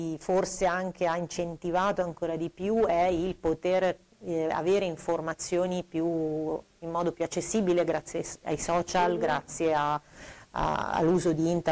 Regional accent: Lecco, Lombardy, Italy

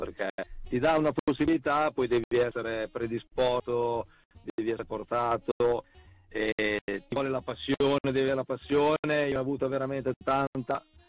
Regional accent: Crespellano, Emilia-Romagna, Italy; del mio paese, di Crespellano, che era appunto la società, il paese dove vivevo

